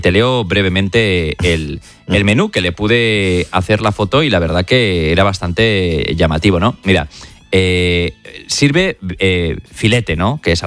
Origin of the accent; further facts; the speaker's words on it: Valencian Community, Spain; cuando saben que soy español, ¿Barça o Real Madrid? Yo digo, ninguno, yo soy del Valencia. Yo soy che.